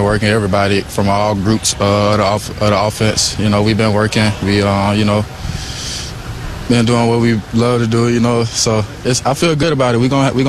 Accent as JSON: {"language": "English", "town": "Atlanta", "region": "Georgia", "country": "United States", "tie": "born or raised there", "said": "Just pretty much, I grew up in back in Atlanta, Georgi"}